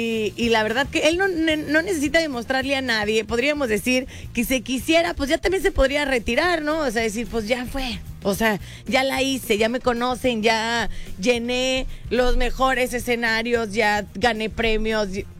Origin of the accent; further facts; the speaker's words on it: Mexico; uno quiere mucho a México, quiere mucho a esta comunidad. Obviamente, pues somos mexicanos